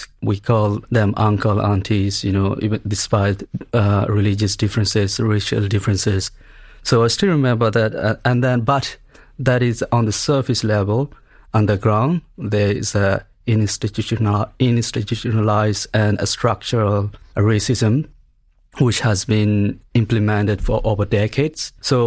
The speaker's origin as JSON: {"language": "English", "town": "Maungdaw", "region": "Rakhine State", "country": "Myanmar", "tie": "born or raised there", "moved": "as an adult", "lives_now": "Ireland", "said": "I came straight away from Burma to study medicine. And because I was born and grown up in Arakan State, which is Rohingya homeland in western part of Burma. And I was grown up in one of the most diverse what's called neighborhood, even though the hometown, which is called Mongdor"}